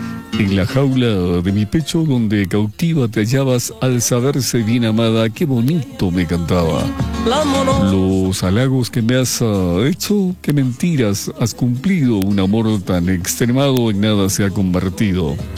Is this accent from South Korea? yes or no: no; Arequipa, Peru; Algunos ya radican aquí en nuestra tierra, Arequipa.